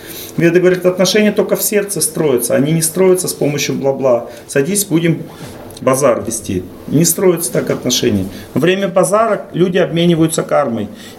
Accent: Urals, Russia; Я тоже с Урала

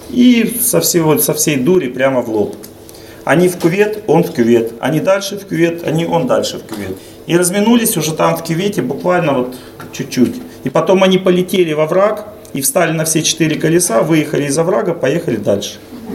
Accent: Urals, Russia; Я тоже с Урала

